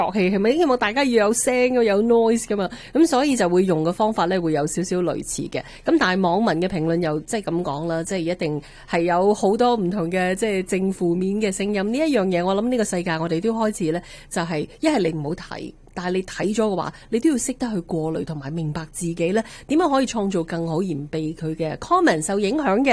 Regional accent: Canada; 我们加拿大人都是可以有创意的

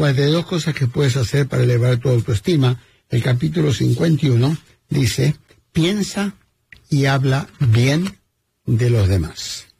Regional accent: Argentina; Soy fanático, saben, como argentino me gusta comer carne, y me encanta ir al Gaucho.

